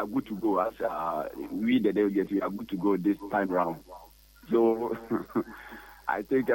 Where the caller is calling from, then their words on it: Takoradi, Western Region, Ghana; Good morning. … calling from Takrade.